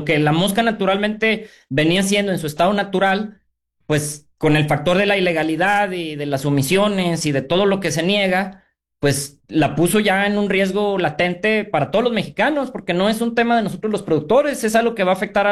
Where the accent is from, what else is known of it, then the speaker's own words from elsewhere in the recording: Mexico; Y eso es la mayor soberanía que podemos tener como mexicanos